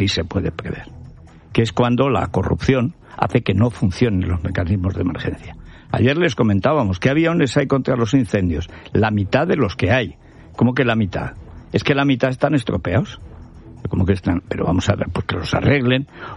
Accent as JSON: {"language": "Spanish", "region": "Aragon", "country": "Spain", "tie": "born or raised there", "said": "la gente que vaya ahora a mi pueblo, a Gonchales, a Albarracín, pues lo que ve es qué bien se come en el monte."}